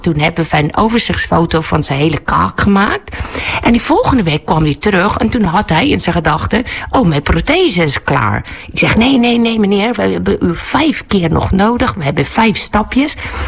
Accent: South Africa; Maar ik kom natuurlijk uit Zuid-Afrika.

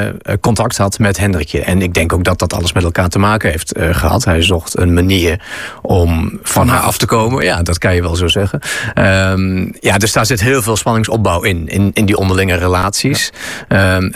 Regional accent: Bredevoort, Gelderland, Netherlands; Bredevoort, mijn geboortestad.

